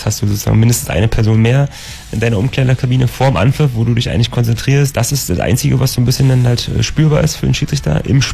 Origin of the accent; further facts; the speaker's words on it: Berlin, Germany; Aber ich kann es auch als Berliner sagen, ist mir scheißegal.